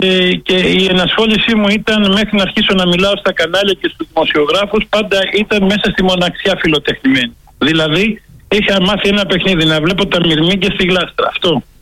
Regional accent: Athens, Attica, Greece; born there; Έχω γεννηθεί στην Αθήνα κατά λάθος.

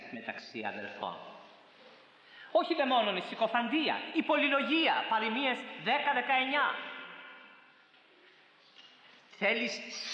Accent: Corfu, Ionian Islands, Greece; στο νησί μου στην Κέρκυρα, ξέρουμε λίγο από ψάρια, όλοι οι νησιώτες.

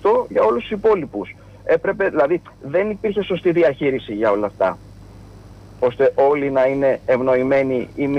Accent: Melissia, Attica, Greece; από τα Μελίσια.

